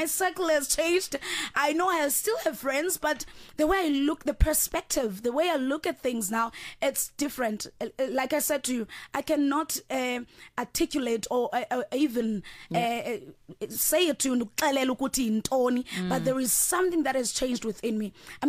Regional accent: King Williamstown, Eastern Cape, South Africa; now in Johannesburg, South Africa; I'm born and bred in King Williamstown, iQonce now, and my husband is from East London, which is uKompo now. So me having to wear these clothes here in Johannesburg means a lot to me

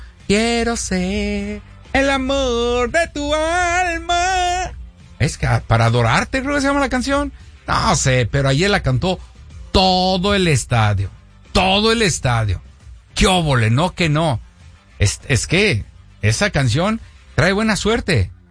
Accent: Irapuato, Guanajuato, Mexico; born there; hasta en mi natal Irapuato

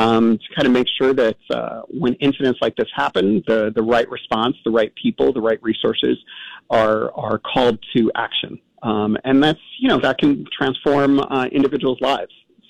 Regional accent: New York, United States; You know, I'm born and bred in New York

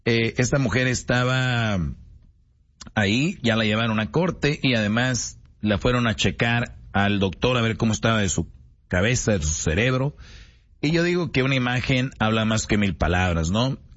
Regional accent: Monterrey, Nuevo León, Mexico; yo de niño en Monterrey sí jugábamos con eso, pero era nosotros iniciativa.

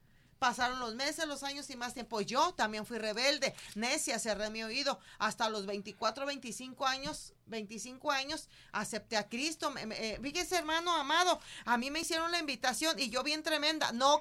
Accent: Pesquería, Nuevo León, Mexico; born there; allá a Pesquería, donde yo nací.

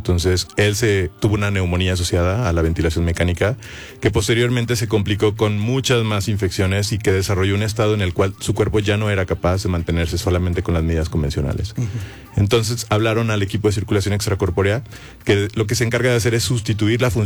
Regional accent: Guadalajara, Jalisco, Mexico; De Guadalajara y de otros lados también hay.

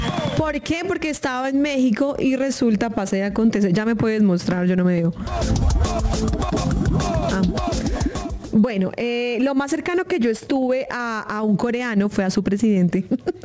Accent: Colombia; born there; yo le doy gracias a Dios que nacimos en Colombia.

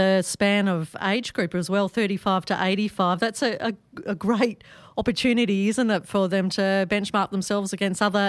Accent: Perth, Western Australia, Australia; now in Bendigo, Australia; in my hometown in Perth, in Karrinup no less

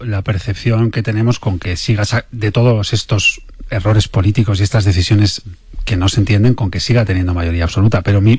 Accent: Bilbao, Basque Country, Spain; Es verdad, yo soy de Bilbao, se sabe

